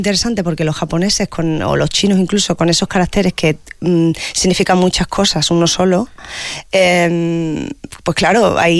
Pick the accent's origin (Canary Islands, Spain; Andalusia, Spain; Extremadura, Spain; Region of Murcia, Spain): Extremadura, Spain; accent: Extremaduran; Reivindiquemos desde aquí nuestro acento extremeño, que es muy bonito, con nuestros himnos, nuestras ginas y nuestras cosas.